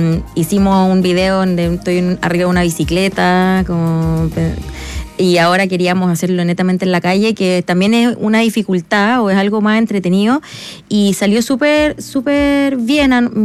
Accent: Arica, Arica y Parinacota, Chile; moved away as an adult; now in Santiago, Chile; habla un poco de Arica, del lugar de donde vengo, y este disco se ha ido creando, ha ido naciendo a raíz de también de que cumplí ya casi 12 años aquí en Santiago desde que me vine

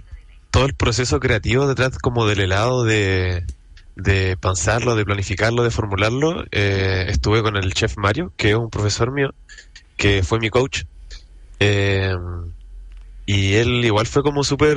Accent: Coquimbo, Chile; Entonces pensé que podría ser la conexión entre Coquimbo, que es de donde yo vengo, donde está todo el cariño que yo tengo por la cocina, sobre todo por el mar, porque yo siempre he sido una persona que me he criado en el mar

